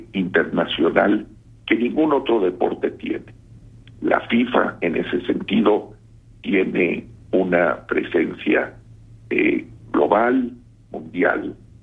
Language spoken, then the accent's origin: Spanish; Mexico